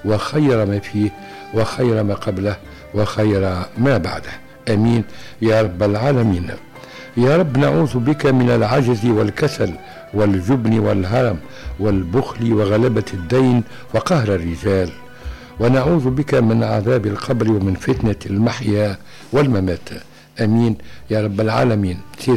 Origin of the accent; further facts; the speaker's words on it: Tunisia; بلادنا تونس الخضراء